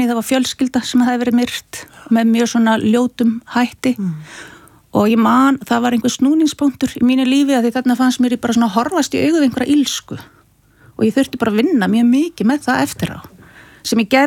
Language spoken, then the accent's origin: Icelandic; Akureyri, Northeastern Region, Iceland; born or raised there